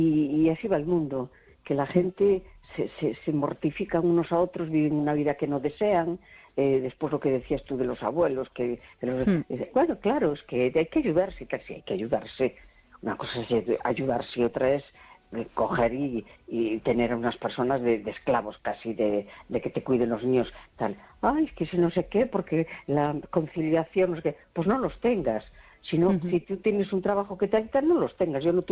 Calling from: A Coruña, Galicia, Spain; de La Coruña.

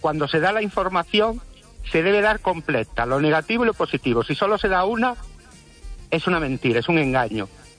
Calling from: Ourense, Galicia, Spain

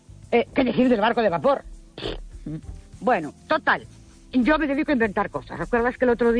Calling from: Ourense, Galicia, Spain; Buenas noches, soy … de Ourense.

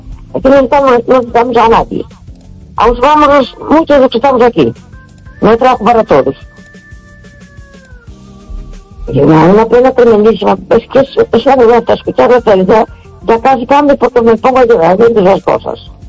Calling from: A Coruña, Galicia, Spain; de Coruña.

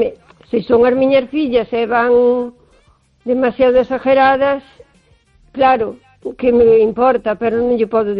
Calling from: O Carballiño, Galicia, Spain; Hola Esther, buenas noches … de Carballiño.

